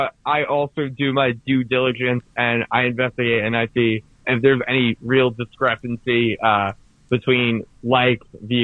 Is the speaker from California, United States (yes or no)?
no; New Jersey, United States; I'm from Bergen County.